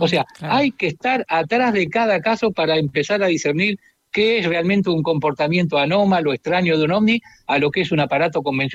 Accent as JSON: {"language": "Spanish", "country": "Argentina", "said": "Yo investigo en mi país, en Argentina, lo hemos recorrido de norte a sur."}